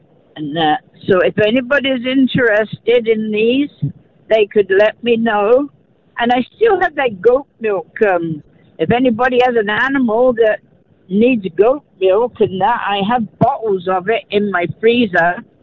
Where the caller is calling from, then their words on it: Vita, Manitoba, Canada; From Vita, Manitoba.